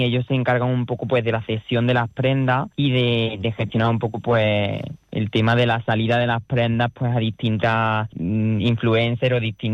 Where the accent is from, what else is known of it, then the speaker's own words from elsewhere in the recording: Obejo, Andalusia, Spain; un patio andaluz que se encuentra en mi pueblo, en Ovejo